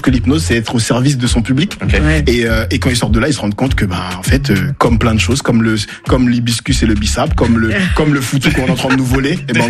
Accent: Garges-lès-Gonesse, Île-de-France, France; also born or lived in Côte d'Ivoire; moi, j'ai grandi à Garges-lès-Gonesse.

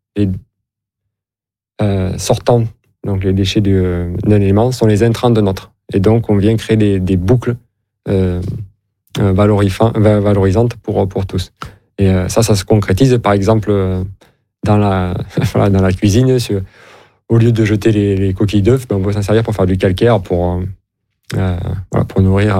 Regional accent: Occitanie, France; born there; étant né dans l'Aveyron, la campagne

